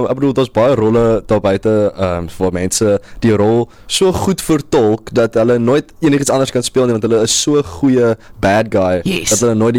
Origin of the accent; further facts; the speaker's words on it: Western Cape, South Africa; born there; also born or lived in Pretoria; now in Stellenbosch, South Africa; So toe trek ons af in 2014 en van toe af is ek in Beaumont Laerskool gewees.